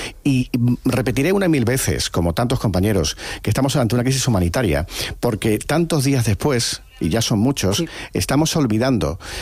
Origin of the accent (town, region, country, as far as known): Spain